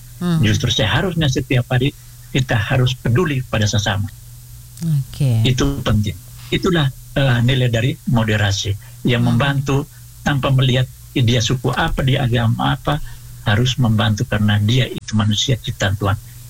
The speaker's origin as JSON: {"language": "Indonesian", "area": "Flores", "region": "East Nusa Tenggara", "country": "Indonesia", "said": "kami orang Flores"}